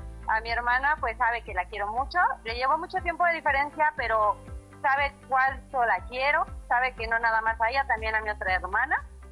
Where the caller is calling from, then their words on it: Mexico City, Mexico; yo vivo en Tláhuac.